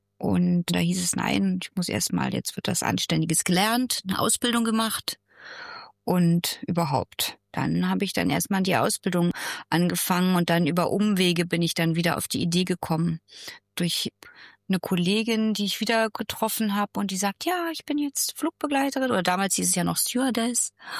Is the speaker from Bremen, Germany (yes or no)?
no; Berlin, Germany; Und dann bin ich aber bei so einer kleinen Airline gelandet in meiner Heimat Berlin.